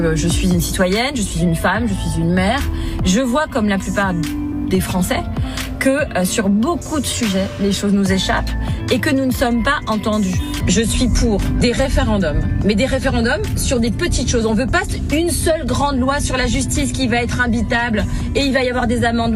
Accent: France; Et moi, j'aime la France. Moi, je suis française. Je suis très fière d'être française.

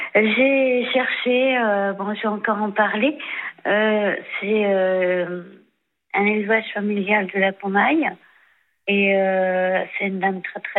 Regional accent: Bourges, Centre-Val de Loire, France; now in Vierzon, France; je suis native de Bourges

